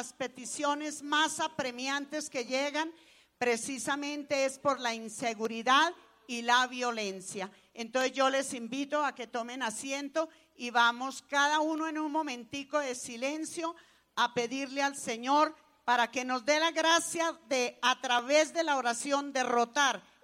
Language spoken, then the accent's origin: Spanish; Colombia; nosotros como colombianos